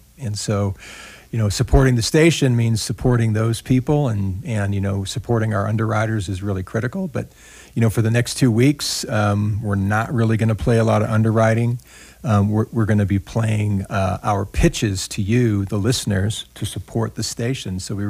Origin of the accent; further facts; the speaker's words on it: Huntington Beach, California, United States; I grew up in Huntington Beach, you know, Southern California